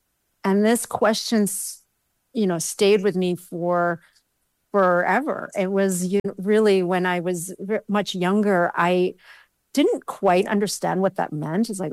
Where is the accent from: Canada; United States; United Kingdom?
Canada; Calgary, Alberta; As you said, I was born and raised in Calgary. in the mid 70s and 80s. So back then it was a very different city.